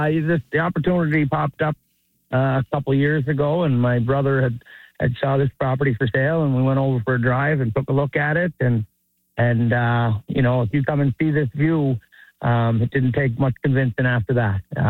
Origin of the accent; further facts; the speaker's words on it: Prince Edward Island, Canada; I'm from Prince Edward Island myself